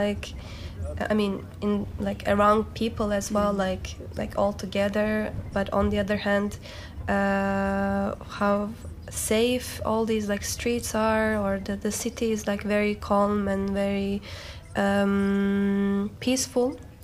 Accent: Istanbul, Turkey; it's such a symbol of my hometown, like neighborhood, because like in Istanbul there are so many public transportation in general

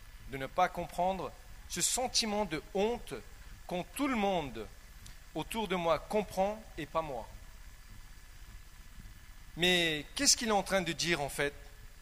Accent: Versailles, Île-de-France, France; also born or lived in Algiers, Algeria; now in Paris, France; J'ai passé une partie de mon enfance à Alger, puis j'ai grandi à Versailles.

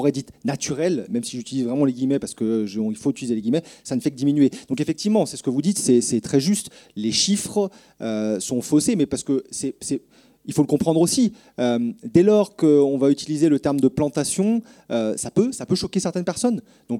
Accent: Lyon, Auvergne-Rhône-Alpes, France; Enfin, moi, je suis du Rhône à la base, hein, de Lyon.

